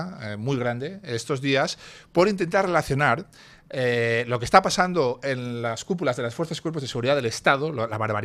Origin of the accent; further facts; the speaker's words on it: Asturias, Spain; A ver, yo soy asturiano, sé lo que hizo el PSOE en Asturias, acabaron con todo